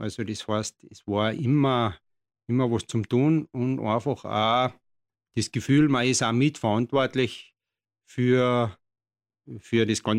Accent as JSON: {"language": "German", "town": "St. Margarethen", "region": "Burgenland", "country": "Austria", "tie": "born or raised there", "said": "wie ich Kind war, war ich bei uns in St. Margrethen auch noch fast jeder ein Bauer."}